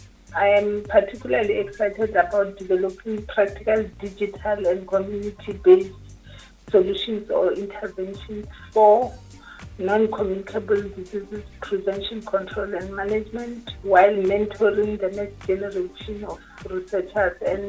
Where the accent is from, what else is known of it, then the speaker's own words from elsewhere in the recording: Limpopo, South Africa; Okay, I come from Gapane. That's where my parents are staying